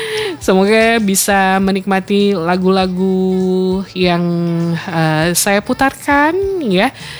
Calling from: Siak, Riau, Indonesia; Saya dari Pak Gadeng di Siak ya

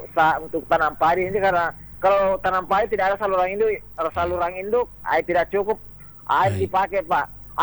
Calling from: West Sulawesi, Indonesia; Yang pasti dan di Desa Boto, Kecamatan Kabupaten Poli Mandar.

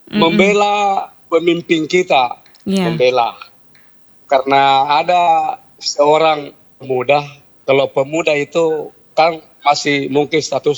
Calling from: Makassar, South Sulawesi, Indonesia; Ya, jadi kalau kita orang Makassar ya, Bugis Makassar ya.

